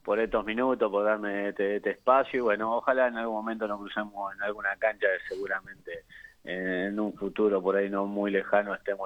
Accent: Argentina; sabemos la ilusión que tenemos todos los argentinos.

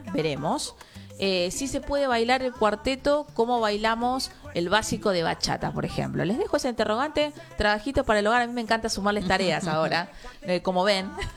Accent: Argentina; somos argentinos, no vamos a negar la sangre, los orígenes, las raíces.

